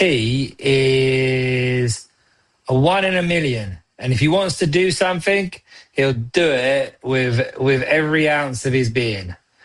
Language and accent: English; London, United Kingdom; moved away; It was at a time where there were only a few channels in London, where I'm from.